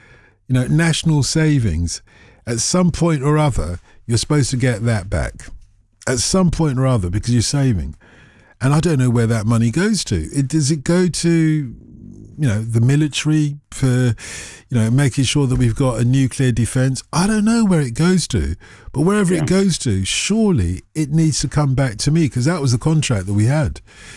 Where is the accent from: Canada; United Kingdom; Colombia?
United Kingdom; I think there's a problem for us in conflating pride to be British or pride in being British with, you know, the way that the government works.